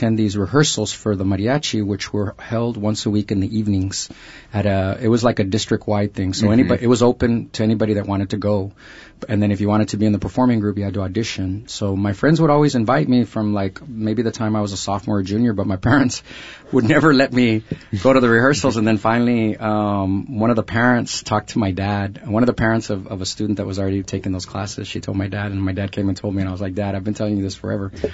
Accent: San Antonio, Texas, United States; moved away; But I'm from Texas originally. I'm from the city of San Antonio.

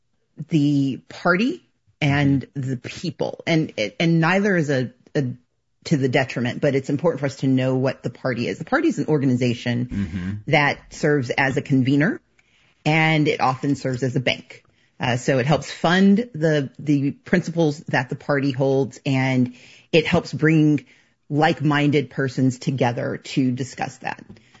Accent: Mississippi, United States; born or raised there; also born or lived in Georgia

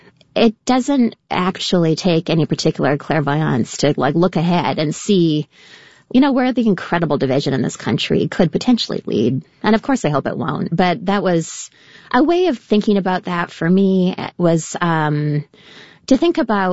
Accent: Canada; I'm from Canada and I'm trained in contemporary dance and I don't have a high school diploma.

